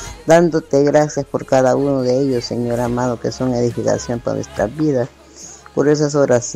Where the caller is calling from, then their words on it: Choloma, Cortés, Honduras; soy de aquí de Choloma Cortés